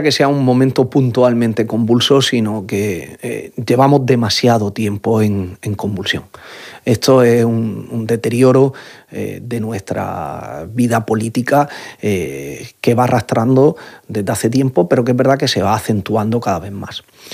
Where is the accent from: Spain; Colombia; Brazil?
Spain; no solo como españoles, sino todo lo que suponemos como comunidad hispana.